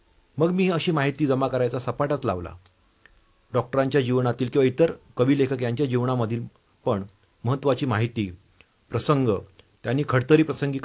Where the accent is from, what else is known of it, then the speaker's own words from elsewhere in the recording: Naradwe, Maharashtra, India; माझे बालपण मालवणी मुलखातील कणकवली तालुक्यातील नरडवे या निसर्गरम्य गावामध्ये गेले.